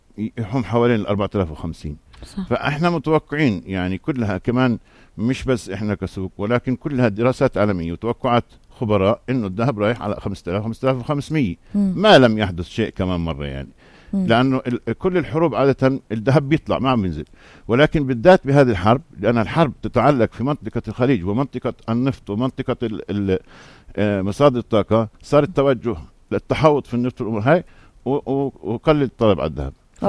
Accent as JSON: {"language": "Arabic", "country": "Jordan", "said": "بلدنا الأردن الحبيب"}